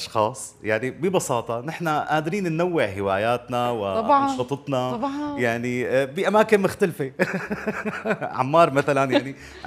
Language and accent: Arabic; Syria; عندنا بسوريا